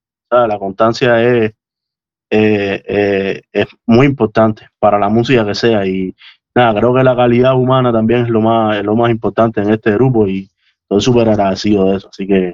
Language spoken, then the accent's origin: Spanish; Cuba; Venimos de Cuba y tal, pero no estoy conectado totalmente.